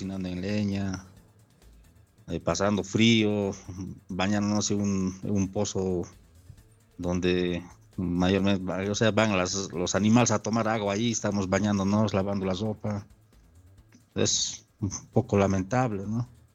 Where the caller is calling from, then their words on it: Cochabamba, Bolivia; yo, por ejemplo, soy de Cochabamba